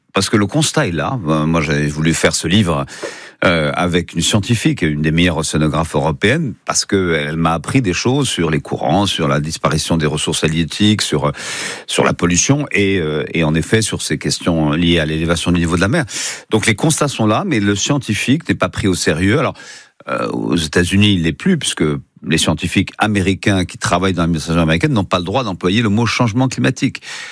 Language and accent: French; Brittany, France; moi chez moi en Bretagne